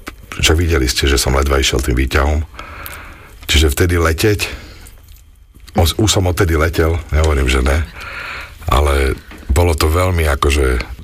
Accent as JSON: {"language": "Slovak", "town": "Bratislava", "region": "Bratislava Region", "country": "Slovakia", "tie": "born or raised there", "said": "Ja som sa tiež narodil v Bratislave a som taký tiež taký silný lokal patriot"}